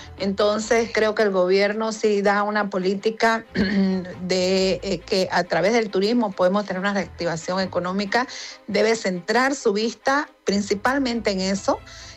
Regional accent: Bolivia; como bolivianos, primero concienciarnos de conocer lo que es nuestro país

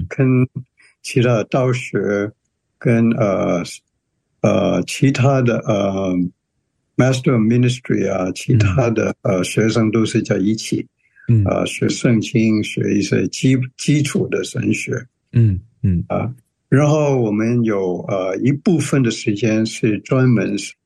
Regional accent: Hong Kong; moved away as an adult; now in United States; 其实我是在香港长大的。然后我来美国在普林斯顿念本科。然后医学院是在哈佛医学院。毕业以后就留在美国做医生了，就做了几十年。

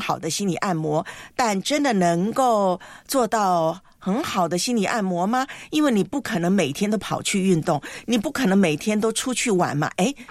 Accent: Taiwan; 我的老家台湾呢这个时候就有什么呢？哎，我们就是当归鸭肉。

